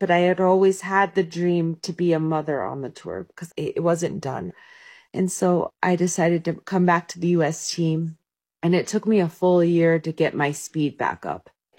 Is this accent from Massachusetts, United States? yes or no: no; Colorado, United States; I grew up in Colorado. I was born to a ski shop owner named Buzz. I grew up basically with skis on my feet.